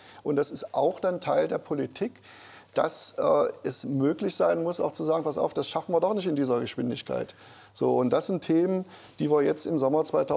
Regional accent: Saxony-Anhalt, Germany; Ich spreche jeden Tag mit den Menschen in Sachsen-Anhalt, in meiner Heimat, und erlebe ich das ja auch.

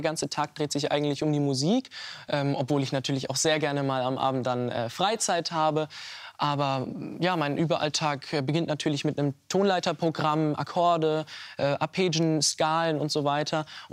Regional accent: Weimar, Thuringia, Germany; ich spiele bei Empor Weimar in meiner Heimatstadt.

